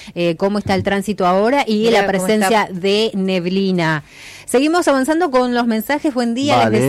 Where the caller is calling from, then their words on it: San Antonio Oeste, Río Negro, Argentina; Desde San Antonio Oeste.